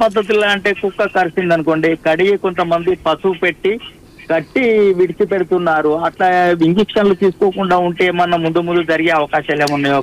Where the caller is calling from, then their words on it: Karimnagar district, Telangana, India; నేను కరీంనగర్ డిస్ట్రిక్ట్ నుంచి వెళ్ళి రమ్మడు మండలం శానాగర్ నుంచి వెళ్ళి